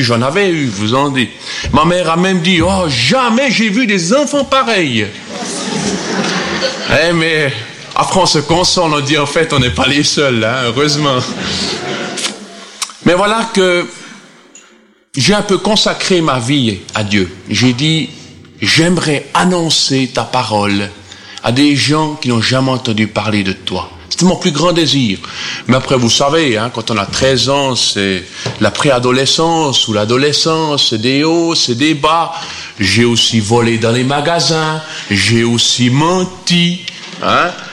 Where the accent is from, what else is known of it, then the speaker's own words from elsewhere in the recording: Cortaillod, Neuchâtel, Switzerland; J'ai été élevé en Suisse romande, à Cortaillot, près de Neuchâtel. Mon père vient d'Allemagne, il est depuis 50 ans en Suisse. Ma mère vient de Suisse allemande, j'ai donc été élevé bilingue.